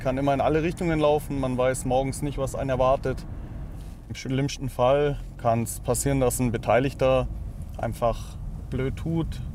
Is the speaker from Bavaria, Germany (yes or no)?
no; Baden-Württemberg, Germany; also born or lived in Münster; Ich bin ja am grenznahen Raum aufgewachsen in der Nähe zur Schweiz. Und hier sind halt relativ viele Zollkontrollen